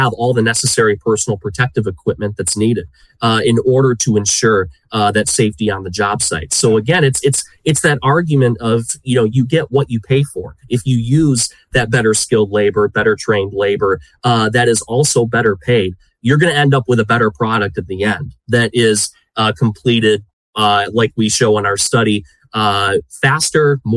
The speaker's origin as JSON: {"language": "English", "region": "Michigan", "country": "United States", "tie": "born or raised there", "said": "Even take my home state of Michigan."}